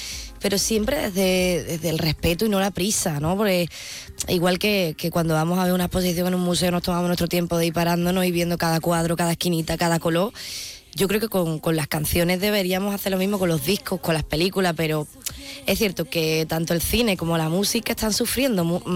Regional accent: Punta Umbría, Andalusia, Spain; La gente no sabe que soy de Punta Umbría, de Huelva, hasta que me escucha hablar

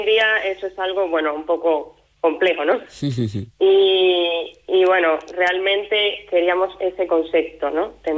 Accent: Cuba; now in Spain; Sí, yo salí de Cuba sola. O sea, llegué aquí prácticamente por la agrupación familiar, ¿vale? Mi esposo es español.

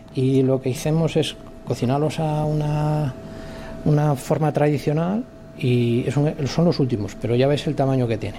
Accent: Mondoñedo, Galicia, Spain; also born or lived in Santiago de Compostela; Pues nosotros somos de Mondoñedo, a un pueblecito de aquí

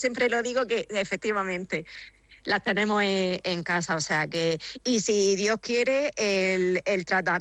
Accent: Murcia, Region of Murcia, Spain; now in Granada, Spain; Bueno, yo soy de Murcia, pero sí que vivimos en Granada.

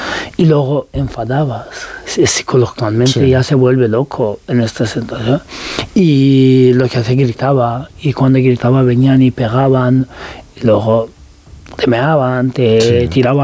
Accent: Turkey; Spanish is a second language; now in Spain; soy turco y podía pasar más fácil que otros muchos, pero de igual forma molestaban mucho y querían deportarme a Irán.

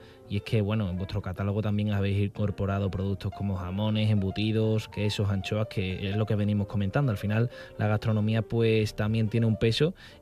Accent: Extremadura, Spain; moved away; Hoy nos remontamos a mi pueblo, y también a su pueblo, a Illones, el sur de Extremadura

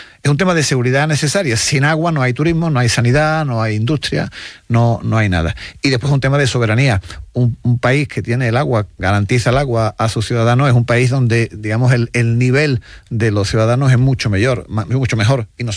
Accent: Spain; lo que sí hacemos bien los españoles es, cuando nos dan una nota de que hay que ahorrar agua y tal, hacerlo.

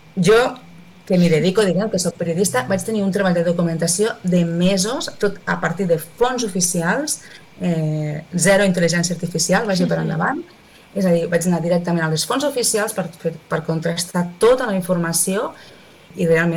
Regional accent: Maials, Catalonia, Spain; born there; jo sóc nascuda a Maials, un poble del Segrià, que no arriba als 1.000 habitants

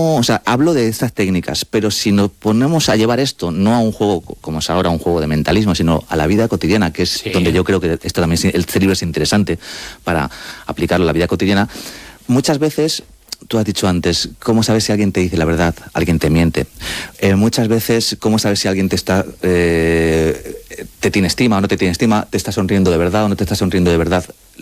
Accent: Madrid, Community of Madrid, Spain; soy madrileño, sí, y mis padres son argentinos

